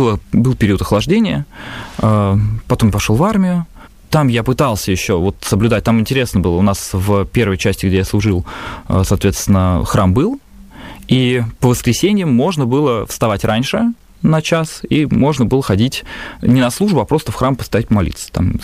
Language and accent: Russian; Russia; born there; я же родился в России, я же родился тут